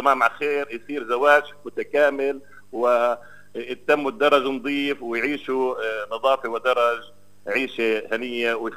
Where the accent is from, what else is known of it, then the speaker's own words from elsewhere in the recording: Nablus, Nablus Governorate, Palestine; خصوصية نابلس بين عبال وجرزيم، في عنا 600-700 درج.